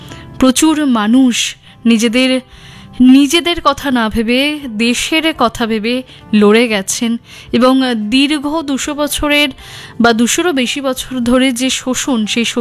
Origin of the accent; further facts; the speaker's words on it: India; আমরা ভারতীয়, আমরা গর্বিত, আমরা ভারতীয়।